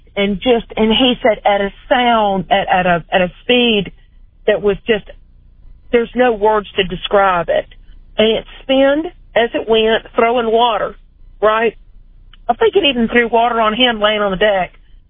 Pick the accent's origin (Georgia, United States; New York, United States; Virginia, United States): Virginia, United States